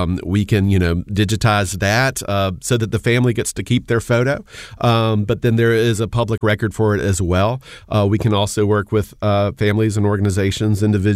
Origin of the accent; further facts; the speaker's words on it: Montgomery, Alabama, United States; So when I discovered, you know, field recordings from the state of Alabama, I grew up in Montgomery